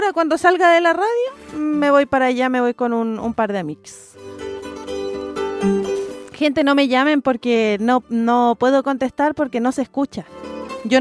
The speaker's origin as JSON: {"language": "Spanish", "country": "Chile"}